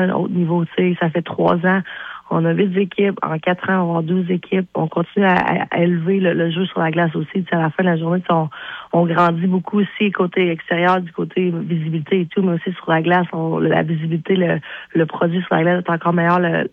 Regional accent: Quebec, Canada; moved away; C'est sûr que je suis un petit peu loin, mais je veux dire que la Beauce sort jamais de moi

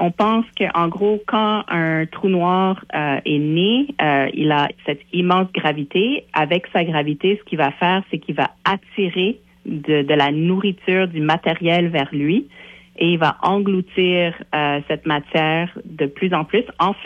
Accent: Montreal, Quebec, Canada; Si on prenait, par exemple, le à Montréal, de où je viens, la ville de Montréal, on a une petite montagne qui s'appelle le Mont-Royal.

